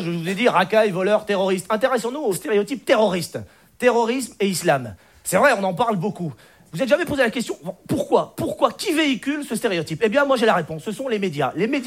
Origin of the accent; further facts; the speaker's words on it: France; born there; moi, je parle français, je suis né en France, j'ai fait mes études en France, je paie mes impôts en France